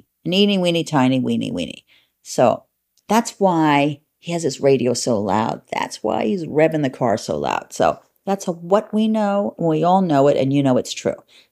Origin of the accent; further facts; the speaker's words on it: New York, United States; I'm a New Yorker